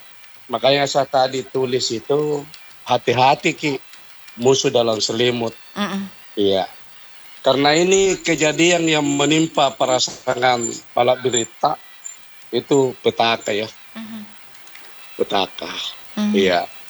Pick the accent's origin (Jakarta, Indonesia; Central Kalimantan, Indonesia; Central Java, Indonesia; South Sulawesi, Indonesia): South Sulawesi, Indonesia; Makassar; biar kita asli Makassar